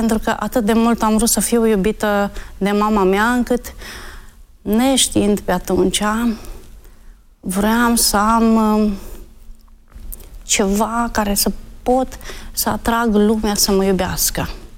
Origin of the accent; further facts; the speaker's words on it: Arad, Arad County, Romania; born there; cum am mai spus. M-am născut în Arad, într-o familie de ortodoxi.